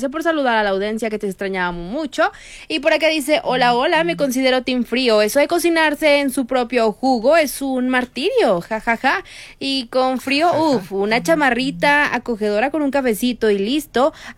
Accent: Colombia; Vos la conocés, pero no somos argentinos

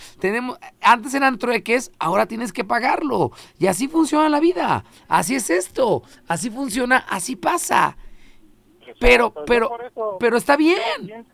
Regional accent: Mexico; Somos mexicanos, güey.

